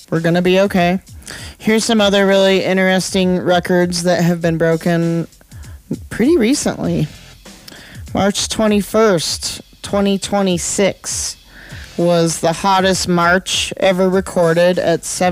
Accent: Granby, Colorado, United States; I'm from Granby

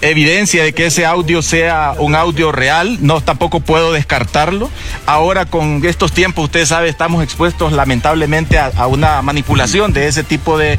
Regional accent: Honduras; nosotros como ciudadanos hondureños

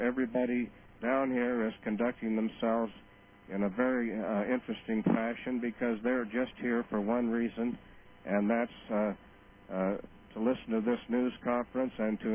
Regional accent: Nebraska, United States; Just like back in my hometown in Nebraska, they greet people with a smile.

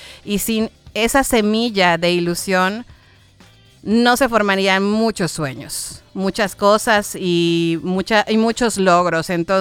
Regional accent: Mexico; nosotros como mexicanos lo dejamos todo, absolutamente todo.

